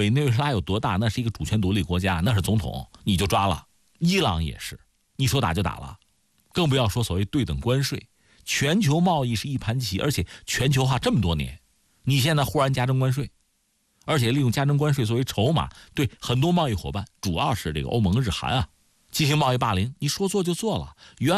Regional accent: China

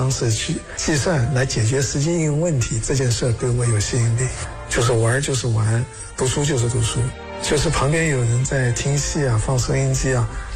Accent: China

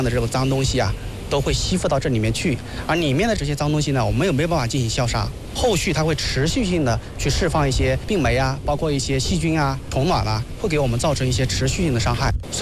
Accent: Guangxi, China; 包括凉拌菜啊，包括我们广西这边最喜欢吃的鱼生呐

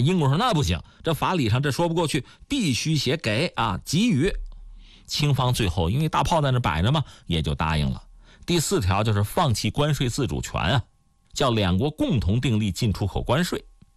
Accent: China

